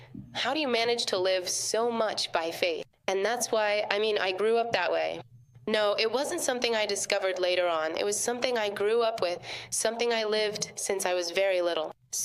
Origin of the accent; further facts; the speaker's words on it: Venezuela; I'm from Venezuela, 27 years old. People think I'm older, but I'm not.